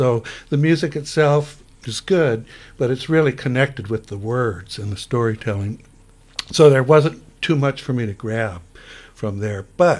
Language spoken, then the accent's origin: English; Ireland; So I'm Irish, and the longer I've lived, I've come to appreciate that heritage, especially in its literary and folkloric and fairy tales.